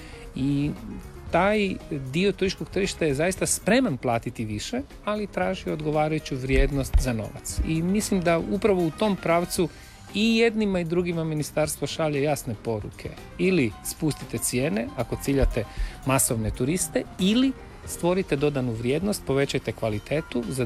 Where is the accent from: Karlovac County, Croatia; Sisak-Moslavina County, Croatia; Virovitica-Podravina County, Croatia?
Karlovac County, Croatia; Karlovac; Ako vi stvorite u Vinkovcima, mi u Karlovcu, ja sam iz Karlovca